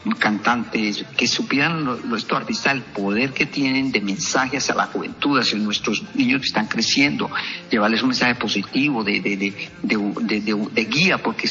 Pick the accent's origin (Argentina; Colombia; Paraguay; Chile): Colombia; tenemos un país hermoso